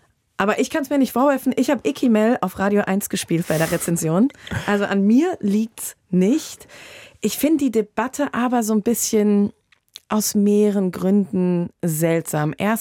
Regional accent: Hesse, Germany; Und ja, als Hessin meine ich auch Südhessisch.

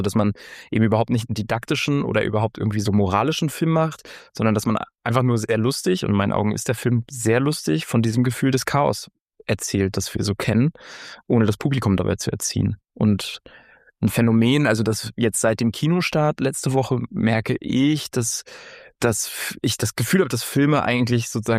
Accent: East Germany, Germany; ich habe meine ostdeutsche Identität lange überhaupt nicht in Frage gestellt oder erkannt oder interessant gefunden

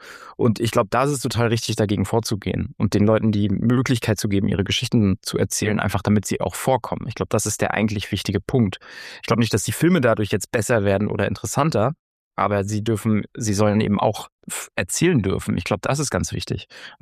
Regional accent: East Germany, Germany; muss man aufpassen, dass man sich nicht radikalisiert als Ostdeutscher

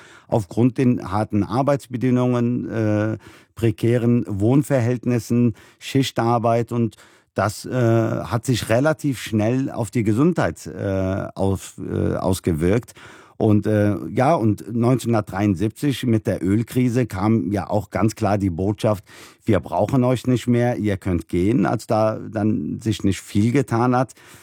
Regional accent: Cologne, North Rhine-Westphalia, Germany; Ja, wir sind in Köln-Mühlheim. In Mühlheim gab es damals, also da, wo ich groß geworden bin, über 90% Menschen mit Migrationshintergrund.

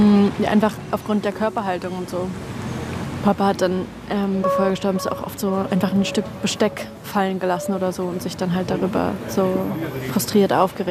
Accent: Berlin, Germany; ich bin 28 Jahre alt und ich bin in Berlin aufgewachsen und ich studiere Sozialgeografie in Leipzig.

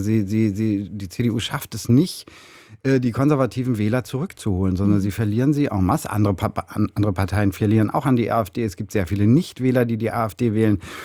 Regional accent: Mecklenburg-Vorpommern, Germany; now in Berlin, Germany; Ach, ich bin sehr verbunden mit Mecklenburg. Das ist meine Heimat und da komme ich her. Meine Eltern leben immer noch in Schwerin.

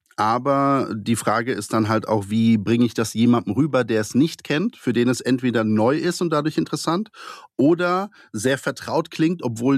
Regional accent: eastern Poland, Poland; Und wir sind überhaupt nicht aus Schlesien, also wir kommen aus dem Osten, aus dem Osten, Osten, ja. Wir sind da, wo Mitteleuropa endet.

